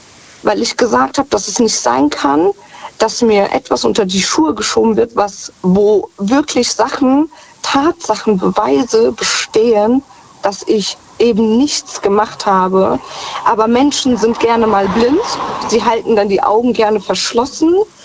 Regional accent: Germany; born there; Und ich bin aber in Deutschland geboren. Ich bin ja Südländerin.

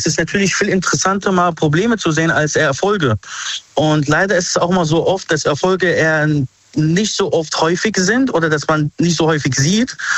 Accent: Mainz, Rhineland-Palatinate, Germany; Ich komme aus Mainz.

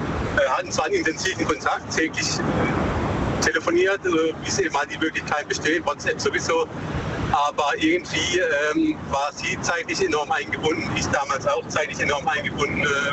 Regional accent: Bruchsal, Baden-Württemberg, Germany; Aus der Nähe von Bruchsal.

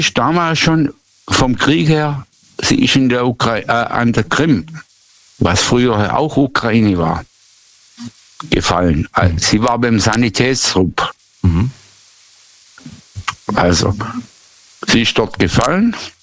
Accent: Baden-Württemberg, Germany; Nee, ich sag, ich komme nicht aus dem Schwarzwald. Sondern? Sondern Südlage, Schwäbische Alb.

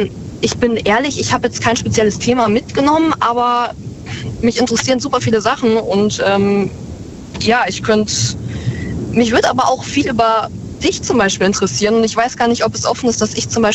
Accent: Rheine, North Rhine-Westphalia, Germany; Ich komme aus Rheine, das ist in Nordrhein-Westfalen, gerade an der Grenze zu Niedersachsen.

